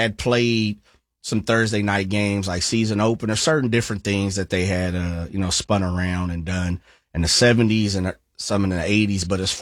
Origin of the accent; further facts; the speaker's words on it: West Coast, United States; as someone who's born and raised on the West Coast